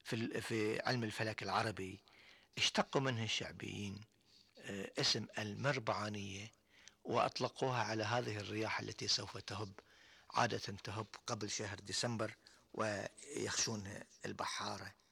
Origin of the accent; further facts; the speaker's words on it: Bahrain; وعندنا في البحرين ما أقدر أقول إن فترة المطر